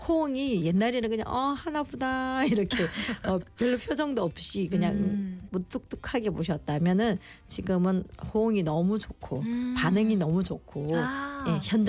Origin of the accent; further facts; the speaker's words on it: Sancheong, South Gyeongsang, South Korea; now in Busan, South Korea; 제가 워낙 시골 출신이어서 경남 산청이 제 고향인데요. 거기서는 뭐 소리 학원도 따로 있는 곳이 아니고 굉장히 산촌이었기 때문에